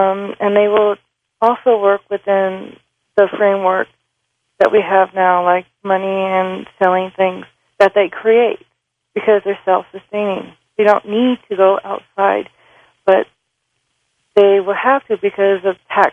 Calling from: Colorado, United States; from Colorado.

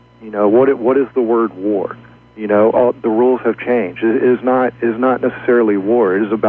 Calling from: Texas, United States; I'm from Texas

